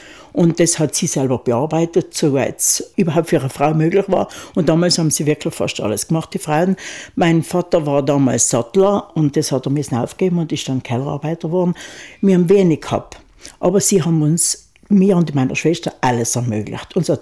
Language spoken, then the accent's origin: German; Kaltern, Trentino-Alto Adige, Italy; Deshalb bin ich auch in der Klinik geboren und nicht in Kaltern, wie es damals üblich war, in dem alten Spital hat es geheißen.